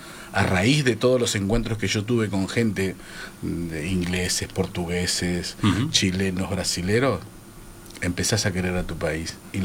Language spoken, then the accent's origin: Spanish; Peru; now in Uruguay; Yo como peruano, Perú tiene un montón de historia, rica historia. Y uno no lo valora tanto después de haber salido.